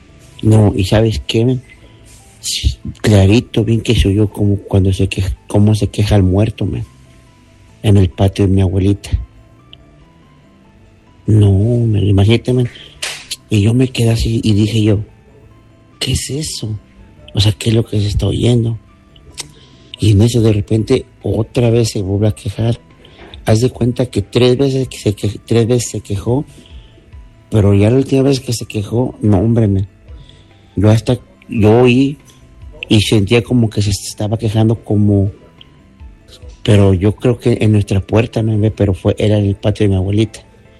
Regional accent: Apizaco, Tlaxcala, Mexico; Yo soy originario de Apizaco, Cerrito de Guadalupe.

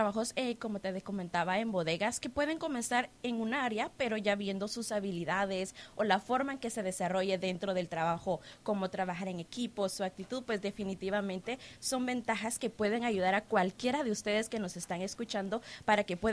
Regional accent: Guatemala; now in North Carolina, United States; Soy originariamente, orgullosamente, de Guatemala

